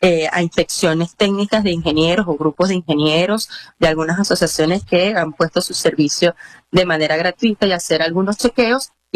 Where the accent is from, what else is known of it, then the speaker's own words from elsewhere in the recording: Venezuela; Y creo que aún como venezolano y ante lo que es el reto de mantenerse informado acá